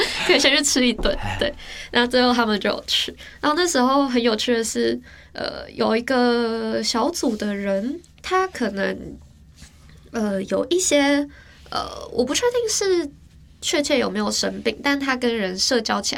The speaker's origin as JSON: {"language": "Chinese", "country": "Taiwan", "said": "为了要给我们台湾人看"}